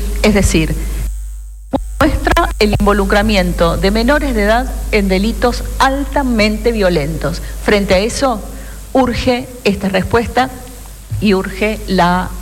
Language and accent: Spanish; Argentina; una asignatura pendiente que teníamos como argentinos